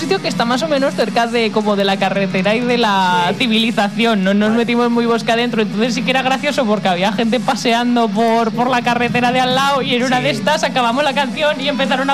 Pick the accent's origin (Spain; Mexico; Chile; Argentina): Spain; Peralta, Navarre; moved away; me he quedado con las ganas de volver a traer a mis chicos a mi pueblo